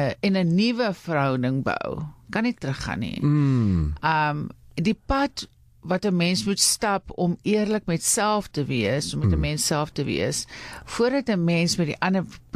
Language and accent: Afrikaans; Cape Town, Western Cape, South Africa; born there; now in Johannesburg, South Africa